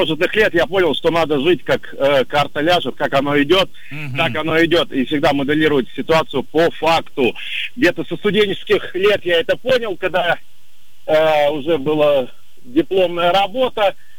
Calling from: Smolensk, Smolensk Oblast, Russia; Доброе утро, город-герой … из Смоленска.

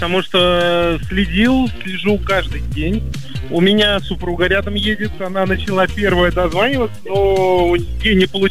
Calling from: Korolyov, Moscow Oblast, Russia; Город Королев

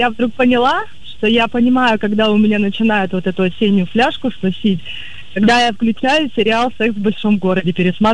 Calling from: Vladivostok, Primorsky Krai, Russia; Владивосток.

